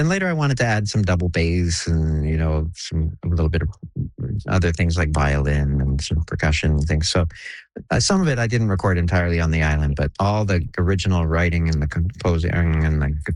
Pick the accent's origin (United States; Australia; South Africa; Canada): Canada; The fact is, you know, I'm Canadian. I live in Canada.